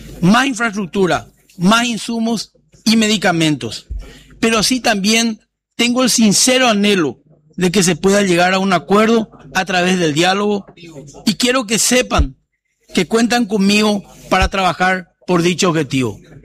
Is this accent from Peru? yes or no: no; Paraguay; nos llena de orgullo como paraguayo